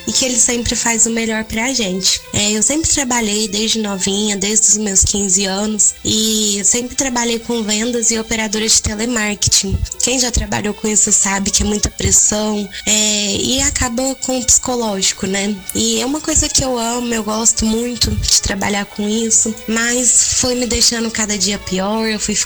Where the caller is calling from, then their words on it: Franca, São Paulo, Brazil; eu sou de Franca, do interior de São Paulo